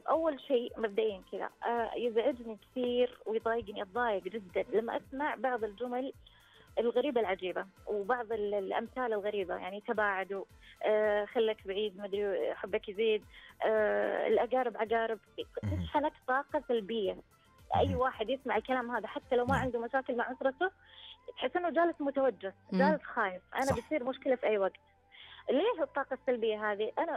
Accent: Saudi Arabia; احنا كسعوديين

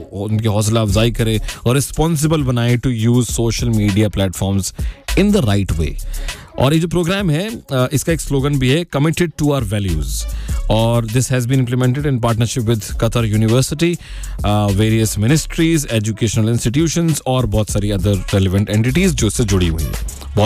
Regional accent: Mumbai, Maharashtra, India; मैं मुंबई से हूँ.

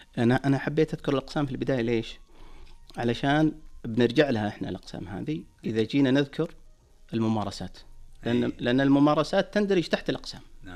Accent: Saudi Arabia; بالنسبة لنا كسعوديين

